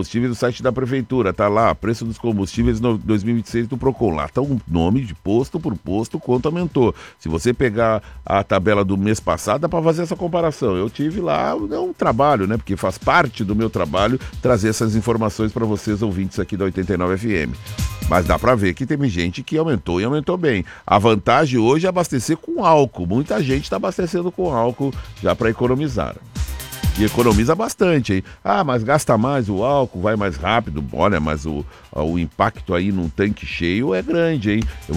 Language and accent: Portuguese; Brazil; somos nós, brasileiros